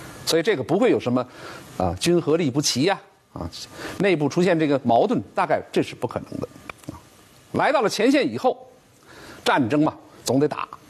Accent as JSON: {"language": "Chinese", "region": "Beijing", "country": "China"}